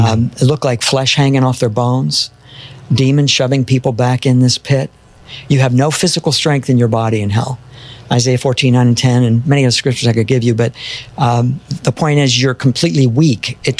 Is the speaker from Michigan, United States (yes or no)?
no; Florida, United States; I used to surf a lot here in Florida. I grew up in Florida.